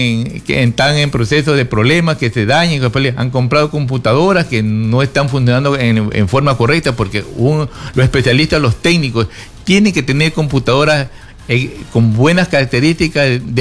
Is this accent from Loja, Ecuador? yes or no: no; Machala, El Oro, Ecuador; yo también soy machaleño, yo vivo, mis padres aquí viven 65 años, yo tengo 62 años, yo soy nacido aquí en Machala, y yo soy machaleño neto